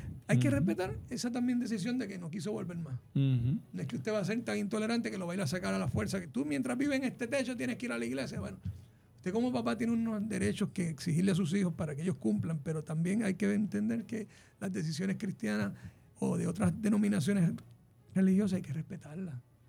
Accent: Puerto Rico

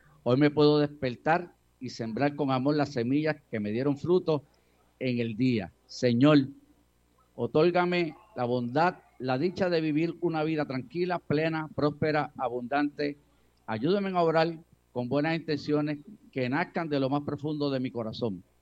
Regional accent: Barranquitas, Puerto Rico; Nosotros somos de campo, somos de pueblo, Fabián es de Orocovi, yo soy de Barranquita

